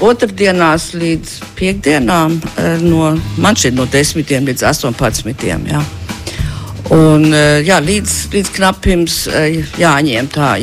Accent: Germany; Latvian is a second language; moved away as an adult; also born or lived in Münster, Germany; now in Latvia; var teikt tā, ka daļai pārlatviskojos, bet tikai daļai, jo es sev uzskatu gan kā latvieta, gan kā vācieta. Es esmu hibrīds tādā ziņā, bet pārliecinātu.

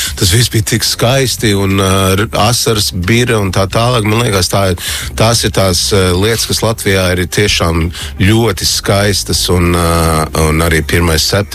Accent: Toronto, Ontario, Canada; now in Latvia; Nu, es esmu no Toronto. Jā, tur gāju skolā, un nu, pirmā klase bija

